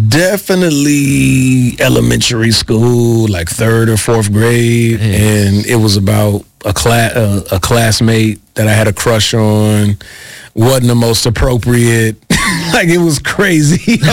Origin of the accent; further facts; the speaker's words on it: Midwest, United States; growing up in the Midwest